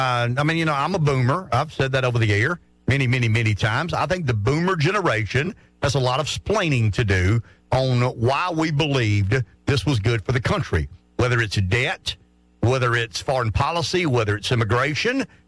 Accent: United States; born there; I was born in America. I was born a male, and I was born white.

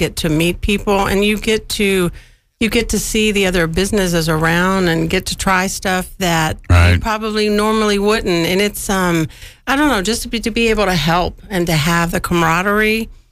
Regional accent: Sumter, South Carolina, United States; This is home. My dad was military. We got stationed here. And so this has been home ever since.

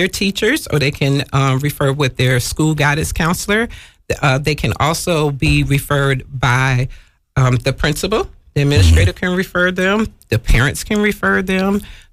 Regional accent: Florence, South Carolina, United States; now in Sumter, United States; I am from Florence, South Carolina.

